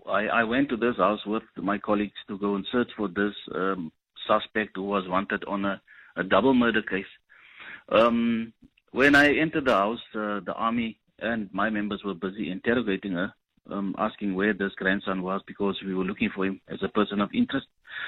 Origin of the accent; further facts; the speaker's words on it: South Africa; we, as the South African citizens, we pay taxes every month.